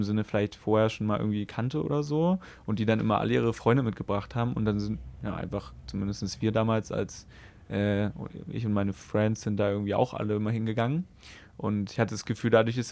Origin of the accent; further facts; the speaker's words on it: Halle, Saxony-Anhalt, Germany; now in Leipzig, Germany; ich komme aus Halle, wir waren früher öfter mal in Leipzig und kannten hier irgendwie ein paar Leute